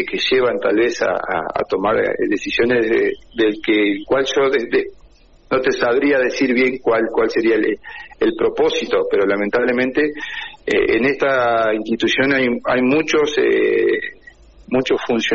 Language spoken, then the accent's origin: Spanish; Diamante, Entre Ríos, Argentina; now in Aldea Valle María, Argentina; Yo soy oriundo de Diamante, vivo en lo que es aldea Valle María